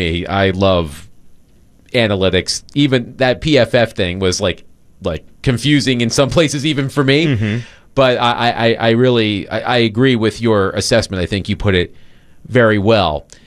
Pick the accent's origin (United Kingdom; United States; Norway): United States; Virginia; I vividly remember, because I grew up in Virginia, I vividly remember being at, the restaurant was called The Corner Market.